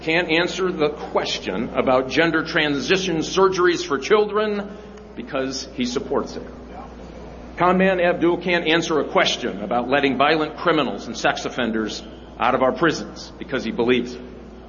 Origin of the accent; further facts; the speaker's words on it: Michigan, United States; I was born and raised right here in Michigan. My dad taught shop class at Redford Union High School. My mom ran the local Brighton Chamber of Commerce. I worked in an auto factory building Ford Chrysler convertible LeBarons.